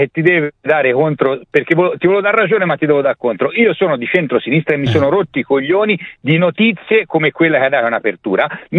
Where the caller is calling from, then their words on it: Tuscany, Italy; Io sono un toscano, vengo dalla rossa toscana.